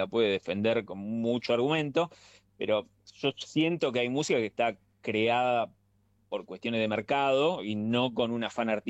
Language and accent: Spanish; Buenos Aires Province, Argentina; yo soy del conurbano de Zona